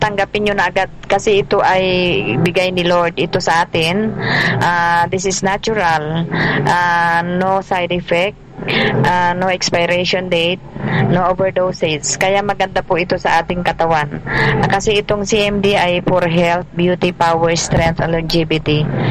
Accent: Malasiqui, Pangasinan, Philippines; Malasiki, Pangasinan. I'm from Malasiki, Pangasinan. Okay. Northern part of Luzon.

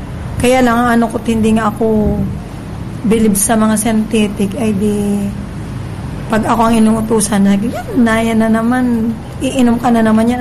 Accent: Calauag, Calabarzon, Philippines; Taga Calawag, Quezon.

